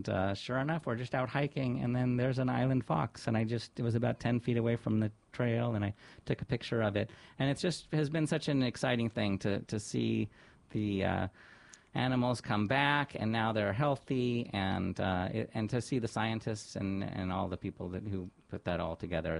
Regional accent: Ventura, California, United States; growing up in Ventura, I always saw the hillsides, you know, behind us.

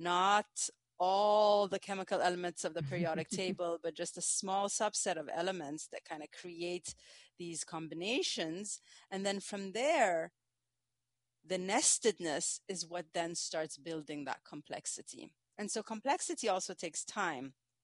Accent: Egypt; now in United States; growing up, I come from Egypt. I knew that there were, you know, a lot of different fermented products that exist in our culture. And I moved to the United States

